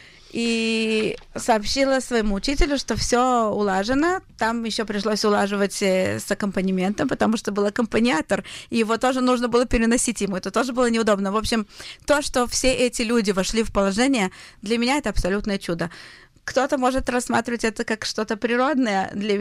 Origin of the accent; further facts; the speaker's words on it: Israel; moved away as an adult; now in France; я из Израиля, я еврейка